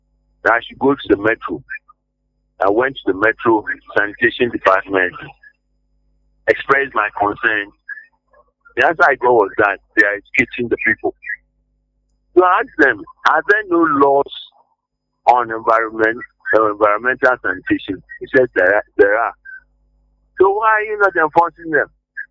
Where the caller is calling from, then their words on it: Ghana; I'm calling from Addis Ababa Street Junction.